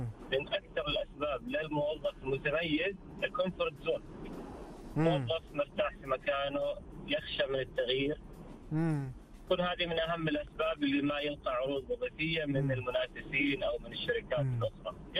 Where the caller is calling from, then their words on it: Eastern Province, Saudi Arabia; من الشرقية.